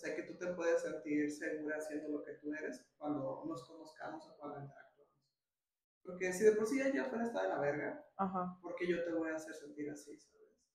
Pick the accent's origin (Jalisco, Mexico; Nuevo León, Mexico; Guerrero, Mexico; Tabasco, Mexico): Jalisco, Mexico; Guadalajara; porque yo porque crecí en la Guadalajara